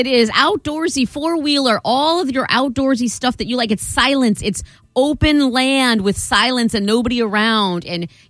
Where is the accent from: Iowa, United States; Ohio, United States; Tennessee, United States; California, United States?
Iowa, United States; moved away; I am from Iowa.